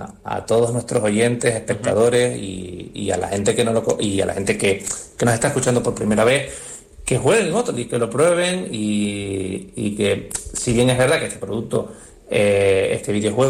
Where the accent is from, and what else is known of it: Canary Islands, Spain